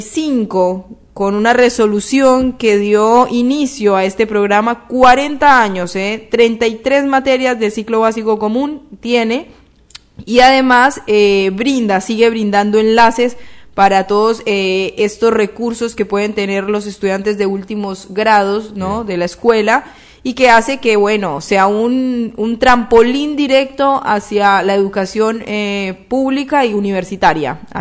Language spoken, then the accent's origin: Spanish; Colombia; now in Argentina; solo éramos 2 de Argentina. Una de la Universidad de Córdoba y yo, que ni, mira, siquiera era argentina, era colombiana.